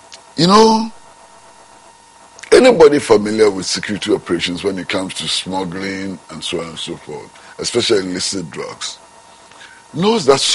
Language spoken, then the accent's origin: English; Ghana